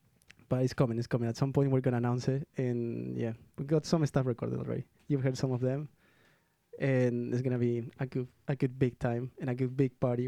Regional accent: Peru; also born or lived in Edinburgh; now in London, United Kingdom; because I'm from Peru.

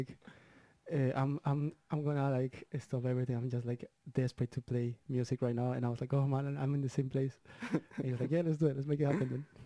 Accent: Peru; English is a second language; And of course I knew it because I'm from Peru. And all of these songs are played all the time, like everywhere in Peru, in the bus, in the supermarket and everything.

